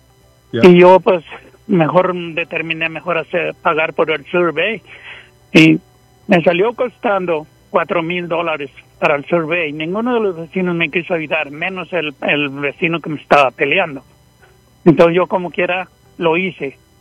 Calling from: Brighton, Colorado, United States; yo vivo en Brighton, y el terreno está en Wiggins, cerca de Fort Morgan, en el Morgan County.

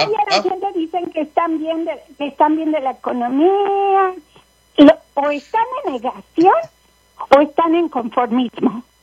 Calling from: Colorado, United States; aquí a Colorado

